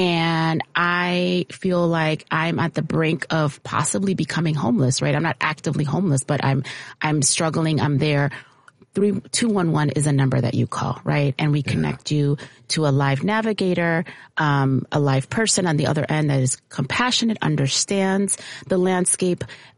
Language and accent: English; Chicago, Illinois, United States; So born and raised in Chicago, grew up here, proud product of CPS, Chicago Public Schools.